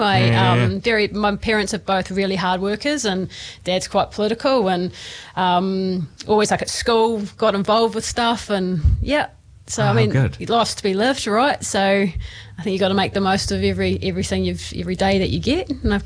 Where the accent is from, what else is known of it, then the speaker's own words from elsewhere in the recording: Inglewood, Taranaki, New Zealand; So growing up in England was awesome.